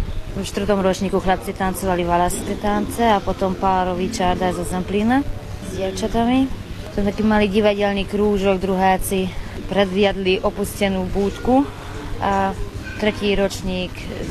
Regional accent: Tótkomlós, Békés, Hungary; moved away as an adult; now in Pitvaros, Hungary; tu bývam v Pitvaroši. Ja každý piatok idem domov

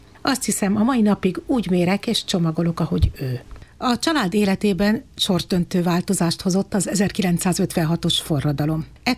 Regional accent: Mándok, Szabolcs-Szatmár-Bereg, Hungary; also born or lived in Nyíregyháza; Én 1948-ban Nyíregyházán születtem, de Mándokon laktunk.

